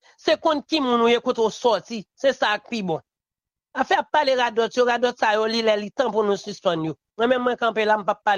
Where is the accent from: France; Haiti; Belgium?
Haiti